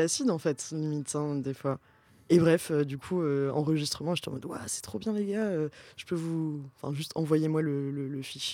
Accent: Pau, Nouvelle-Aquitaine, France; Bah, moi, en fait, pour la petite histoire, je viens du sud-ouest de la France. Je viens de Pau, dans le Béarn.

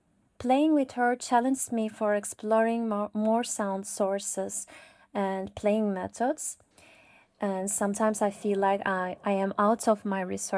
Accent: Turkey; English is a second language; now in Milan, Italy; I'm from Turkey and I live in Milan.

